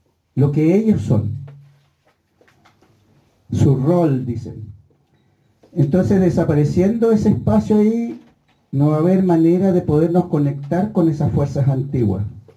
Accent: Chile; que es con la que trabajan los mapuches. O sea, nosotros trabajamos

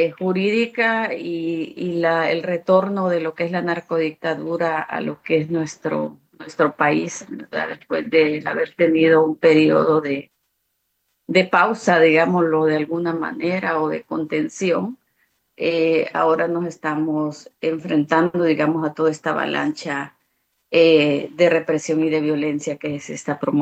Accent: Colón, Honduras; yo soy hondureña, ¿verdad? Luchadora social, soy de la región del Bajo Aguán, una región bastante emblemática en todas estas luchas territoriales que hemos venido llevando de hace décadas.

